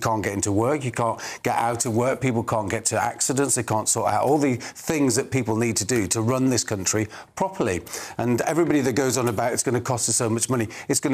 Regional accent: Wales, United Kingdom; born there; I'm Welsh. I was born in North Wales. I don't speak Welsh, or very badly

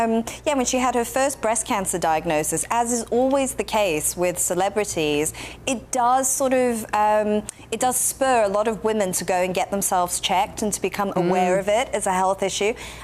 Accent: England, United Kingdom; accent: South African; also born or lived in South Africa; No, I'm from England, but we lived in South Africa for 11 years, so I've sort of got that South African twang.

